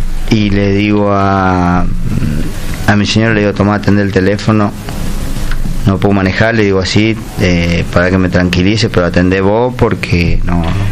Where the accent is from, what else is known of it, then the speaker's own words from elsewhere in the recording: Simoca, Tucumán, Argentina; Mi casa, mi ciudad natal, la ciudad que amo. Y que bueno, obviamente hoy estoy retirado y vivo ahí